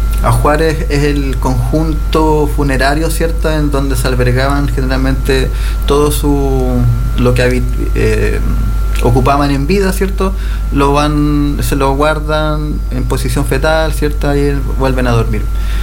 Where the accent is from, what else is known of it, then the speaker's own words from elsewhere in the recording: Buenos Aires, Argentina; Y yo como porteño, mi abuela me decía que yay yay, por ejemplo, es viento.